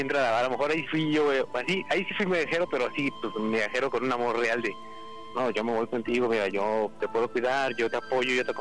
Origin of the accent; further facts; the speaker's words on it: Mexico City, Mexico; born there; now in Veracruz, Mexico; Bueno, soy nativo de la Ciudad de México, pero ando viviendo por acá.